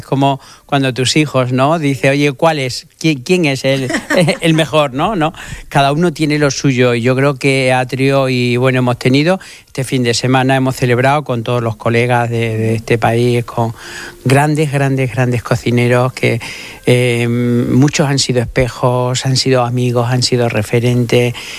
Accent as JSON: {"language": "Spanish", "region": "Extremadura", "country": "Spain"}